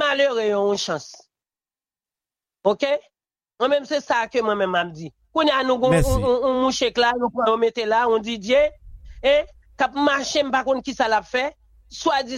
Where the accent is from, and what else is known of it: Haiti